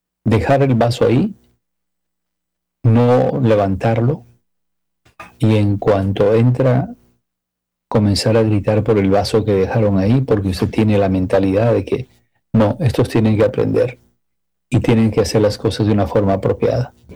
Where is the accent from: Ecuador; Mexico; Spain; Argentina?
Mexico; now in United States; Entonces me vine de México escapándome de la violencia aquí a Estados Unidos.